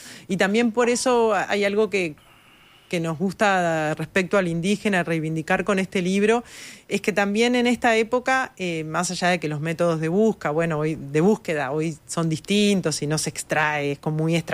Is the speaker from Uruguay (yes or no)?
yes; Uruguay